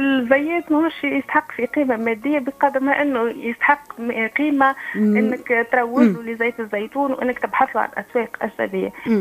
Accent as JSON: {"language": "Arabic", "country": "Tunisia", "said": "نحن ذواقين التوينسة دارسين في الخارج، متحصلين على شهادات معترف بها من المجلس الدولي للزيتون، رجعنا لبلادنا"}